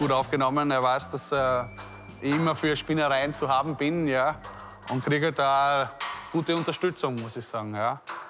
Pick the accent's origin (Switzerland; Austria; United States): Austria; Burgenland